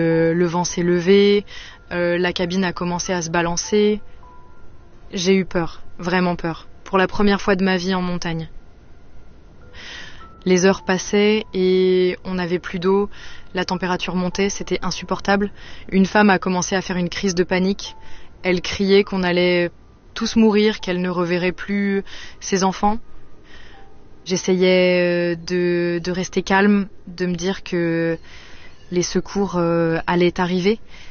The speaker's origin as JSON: {"language": "French", "town": "Grenoble", "region": "Auvergne-Rhône-Alpes", "country": "France", "tie": "born or raised there", "said": "j'ai 25 ans et j'ai grandi à Grenoble. Les montagnes, ça a toujours fait partie de ma vie."}